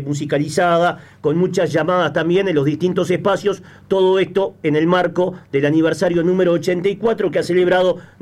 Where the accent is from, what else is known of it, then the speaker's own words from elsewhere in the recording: Uruguay; nos deja como uruguayos